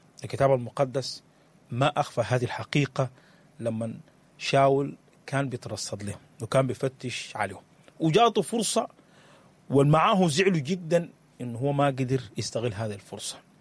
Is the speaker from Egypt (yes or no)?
no; Sudan; بلدنا السودان